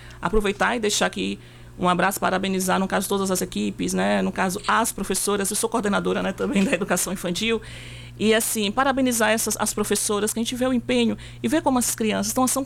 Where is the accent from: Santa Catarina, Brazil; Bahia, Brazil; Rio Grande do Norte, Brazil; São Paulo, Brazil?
Bahia, Brazil; Tapiramutá; Eu sou brasileiro, eu sou tapiramutense. Então eu faço parte.